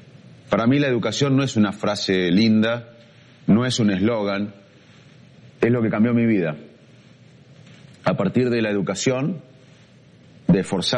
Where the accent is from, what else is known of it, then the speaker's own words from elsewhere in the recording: Argentina; moved away as an adult; also born or lived in United States / Cambridge, England; Y en el 2001 regresé a la Argentina. El 2001 fue un año de crisis en mi país